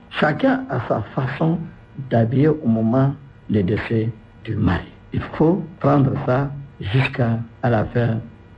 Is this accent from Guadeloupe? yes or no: no; Chad; Chez nous, au Tchad, la femme, avant, elle prend le tissu blanc.